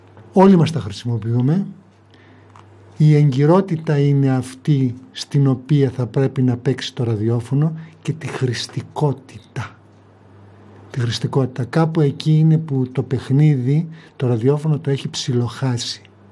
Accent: Velvento, Western Macedonia, Greece; Όχι, και δεν το λέω για το Βελβεντό και την πατρίδα μου, ναι.

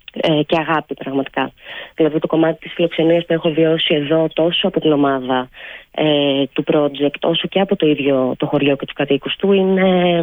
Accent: Thessaloniki, Central Macedonia, Greece; moved away as an adult; also born or lived in Netherlands; now in Vamvakou, Greece; εγώ κατάγομαι από ένα μεγάλο αστικό κέντρο

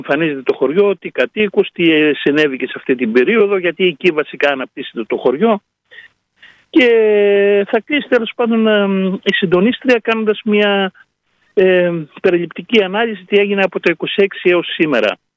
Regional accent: Preveza, Epirus, Greece; στο σημείο που είναι το χωριό μου, όπως ερχόμαστε από Νέα Κερσίδα, εσύ που ξέρεις Κώστα, στο δεξί μέρος όπως ερχόμαστε από Νέα Κερασούντα

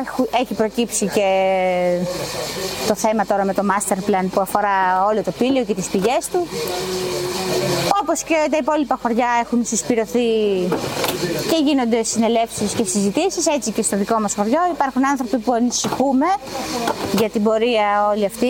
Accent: Thessaly, Greece; χωριά σαν τα δικά μας που είμαστε μια ανάσα από το Βόλο, ότι σε 20 λεπτά είμαστε εκεί

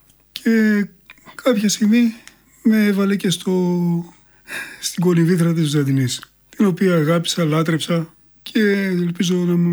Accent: Athens, Attica, Greece; born there; also born or lived in Syros; Γεννήθηκα στη Σύρο, ήρθαμε στην Αθήνα

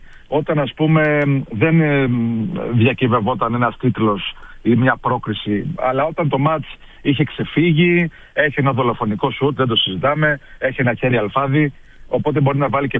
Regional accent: Greece; είμαστε Έλληνες

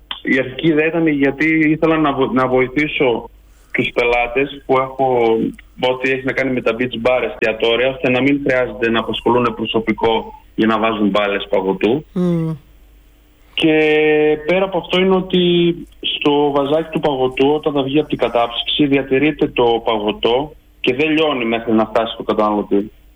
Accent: Greece; Υποτίθεται γι' αυτό είμαστε Έλληνες στην Ελλάδα.

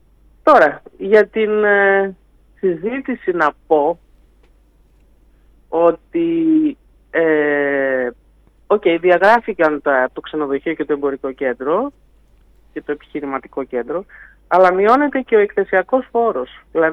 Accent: Thessaloniki, Central Macedonia, Greece; σαν Θεσσαλονικιά

